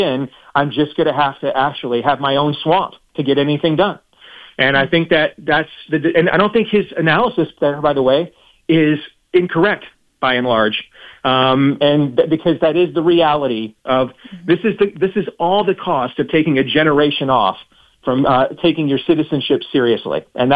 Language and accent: English; Iowa, United States; in the gubernatorial race in my home state of Iowa